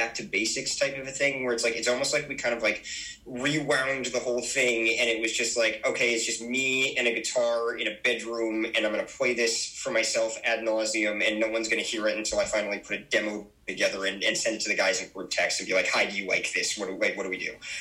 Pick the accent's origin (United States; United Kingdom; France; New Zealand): United States; Naugatuck, Connecticut; We're from Naugatuck, Connecticut, which is, if you're not aware, a tiny little borough that's attached to Waterbury over in New Haven County.